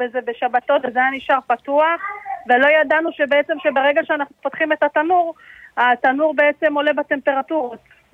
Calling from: Netanya, Central District, Israel; אז אני מאזור נתניה

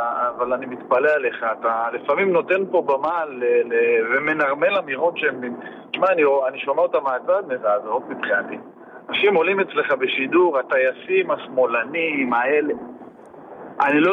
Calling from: Northern District, Israel

